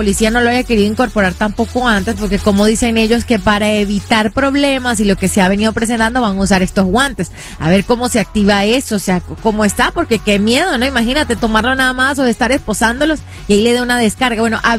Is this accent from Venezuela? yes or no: yes; Venezuela; Como saben, yo soy venezolana